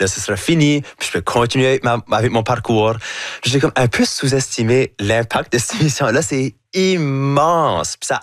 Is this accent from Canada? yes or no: yes; New Brunswick, Canada; accent: Chiac; faire tout ce que je fais avec mon accent, avec mon chiac. Pour moi, c'est comme, ah, ben, c'est bien plus fun parce que là, tout d'un coup, je peux comme apporter l'Acadie avec moi partout où